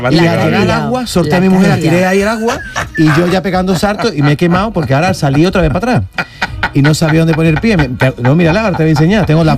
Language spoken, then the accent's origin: Spanish; Málaga, Andalusia, Spain; also born or lived in Seville; mira que llevo Málaga en el corazón y soy malagueño, igual que sevillano